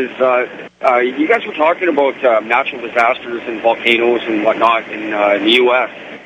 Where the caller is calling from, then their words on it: Calgary, Alberta, Canada; I'm calling from Calgary.